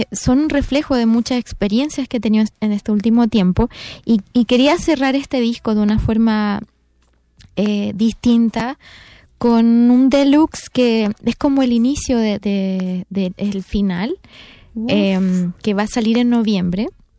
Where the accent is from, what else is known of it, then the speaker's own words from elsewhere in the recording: Valdivia, Los Ríos, Chile; moved away; mi ciudad natal, al sur de Chile, a Valdivia, a grabar el videoclip para mostrar un poco de dónde vengo, que es muy lejos.